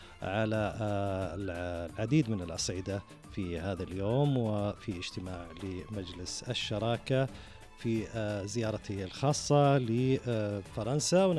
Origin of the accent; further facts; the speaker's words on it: Saudi Arabia; بلدنا المملكة العربية السعودية.